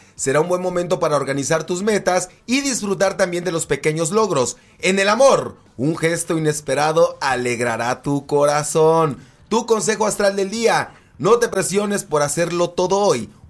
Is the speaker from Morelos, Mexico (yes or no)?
yes; Cuautla, Morelos, Mexico; Yo soy de Cuautla, compadre.